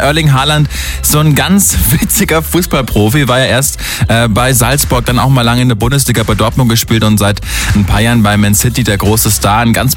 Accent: Norway; Naja, jetzt freuen wir uns einfach für Norwegen mit. Ich bin Norweger.

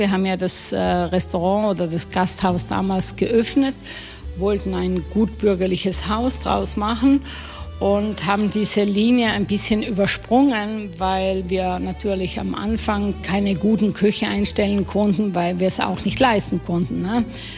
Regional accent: Puster Valley, Trentino-Alto Adige, Italy; now in Tesimo, Italy; Ich bin im Pustertal geboren und auf einem Bergbauernhof aufgewachsen.

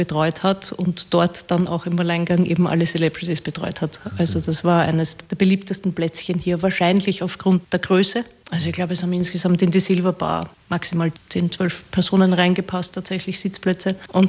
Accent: Vienna, Austria; born there; Und das kann sogar ich sagen als gebürtige Wienerin.

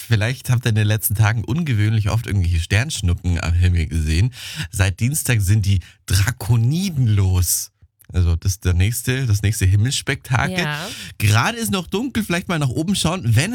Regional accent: Bavaria, Germany; Gestern Gina Maria aus Graben bei Untermeitingen in meiner Heimat.

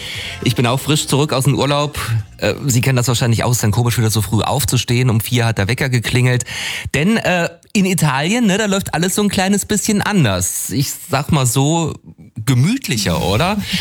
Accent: Oberhof, Thuringia, Germany; Ist das cool, Oberhof, meine Heimat, ne?

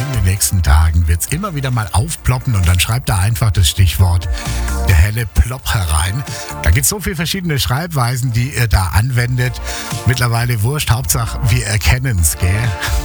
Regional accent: Illertissen, Bavaria, Germany; born there; Nach Illertissen, mein Geburtsort auch noch.

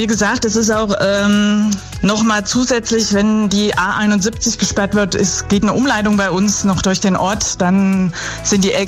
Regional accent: Schwickershausen, Thuringia, Germany; Der ist wohl in Schwickershausen, ist ein Ortsteil von der Gemeinde Grabfeld in Südthüringen.

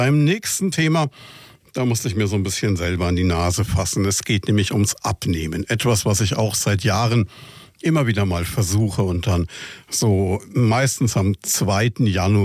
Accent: Würzburg, Bavaria, Germany; Ja, ich versau den natürlich ein bisschen als Würzburger und Angehöriger der knapp 9%, aber da muss man durch.

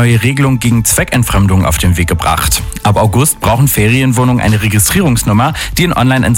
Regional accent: Munich, Bavaria, Germany; mehr Wohnraum für uns als Münchner sichern.

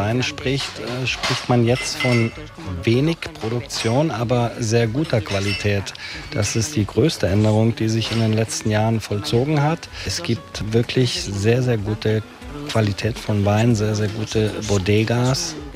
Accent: Bautzen, Saxony, Germany; moved away as an adult; Ich komme aus der Nähe von Dresden, aus Bautzen. Habe dann die Chance gehabt mit dem Mauerfall, in München Hotelfachschule gemacht

